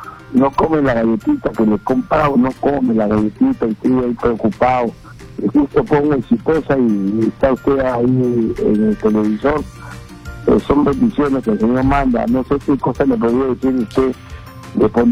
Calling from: Tacna, Peru; Le hablan de Tacna.

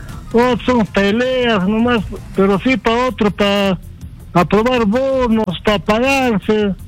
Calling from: Lima, Peru; de Sector Lima.

